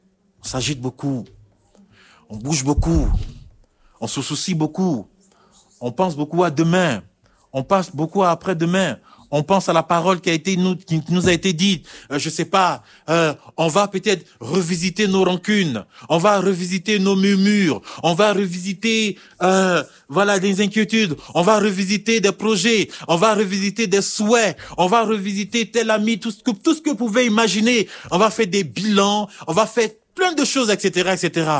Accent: Chad; moved away; also born or lived in Côte d'Ivoire / Burkina Faso; je suis de nationalité tchadienne.

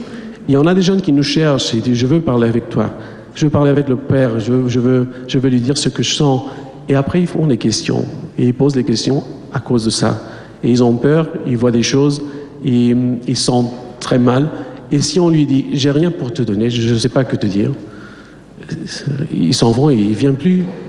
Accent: Vila Real District, Portugal; je suis du Portugal, de la diocèse de Villarreal.

